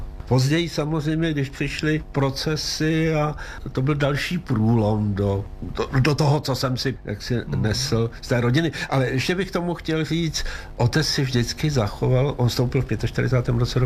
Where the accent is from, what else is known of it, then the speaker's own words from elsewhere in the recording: Plzeň, Plzeň Region, Czechia; nezapomeňte, že já jsem vyrůstal v Plzni, no a do Plzni nepřišla sovětská armáda, Plzeň byla osvobozena Američany a já jsem se tehdy začal učit anglicky.